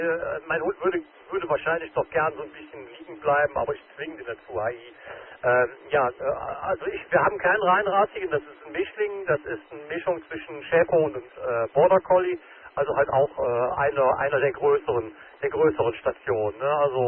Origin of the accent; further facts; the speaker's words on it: Aachen, North Rhine-Westphalia, Germany; born there; now in Herzogenrath, Germany; Ich komme gebürtig aus Aachen, wohne allerdings in Herzogenrath.